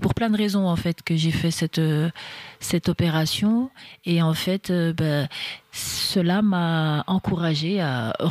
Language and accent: French; Remiremont, Grand Est, France; Alors, bonjour … je suis née à Remiremont, donc je suis une fille des Vosges, hein, et … ce qui montre bien qui je suis en gros, c'est-à-dire que mes parents viennent d'Afrique